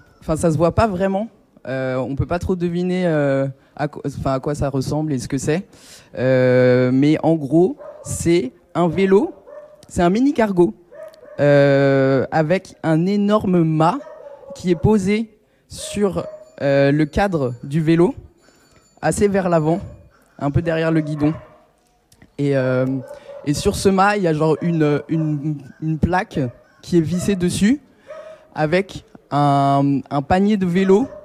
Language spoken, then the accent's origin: French; Strasbourg, Grand Est, France; une bière météore parce qu'on vient d'Alsace. Voilà. Capitale de Noël. On vient de Strasbourg.